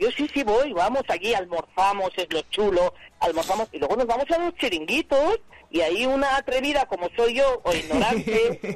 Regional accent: Soria, Castile and León, Spain

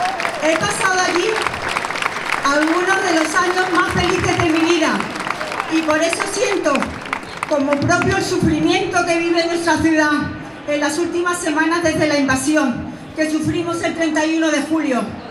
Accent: Ceuta, Spain; now in Valladolid, Spain; Soy ceutí y hablo desde la emoción. Mi corazón está triste, porque en Ceuta vive mi familia, mis amigos y tantas personas a las que quiero. He pasado allí algunos de los años

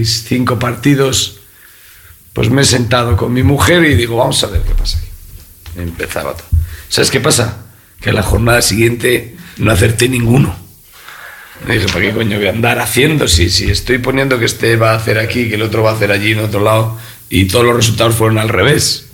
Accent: Castile, Spain; Siendo muy castellano

